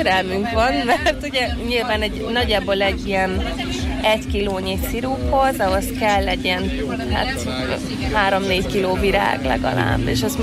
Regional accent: Kács, Borsod-Abaúj-Zemplén, Hungary; born there; Hát nagymamám, ő Kácsi, én itt születtem egyébként Kácson.

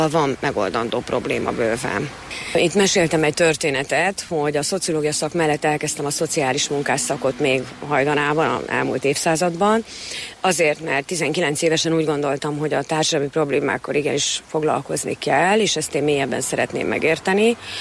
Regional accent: Miskolc, Borsod-Abaúj-Zemplén, Hungary; moved away; a Borsodban nőttem fel Miskolcon

